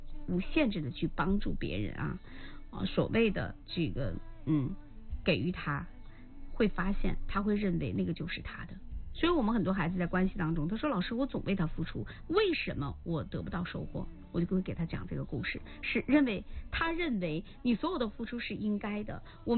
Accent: China

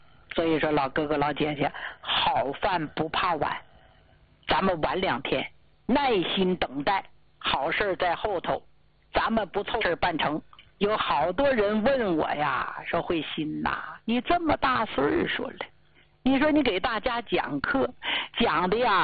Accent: Jilin, China; 我是啊土生土长的咱们吉林老家出来的孩子，农村人

